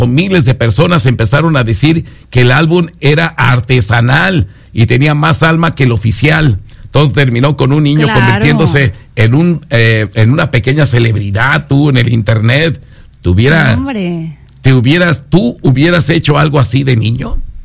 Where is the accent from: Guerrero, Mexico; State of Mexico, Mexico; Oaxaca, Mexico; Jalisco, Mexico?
Jalisco, Mexico; Ciudad Guzmán; yo vengo de un pueblo allá en Jalisco que salieron más artistas que cualquier otro pueblo de Jalisco. Ciudad Guzmán está lleno de hombres ilustres, celebridades, artistas